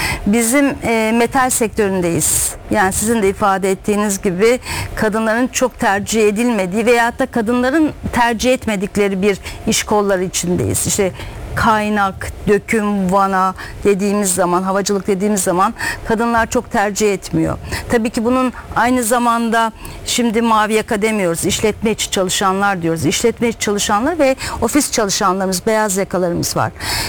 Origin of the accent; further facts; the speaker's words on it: Uşak, Turkey; ki Anadolu'dan gelen, biz Uşaklıyız.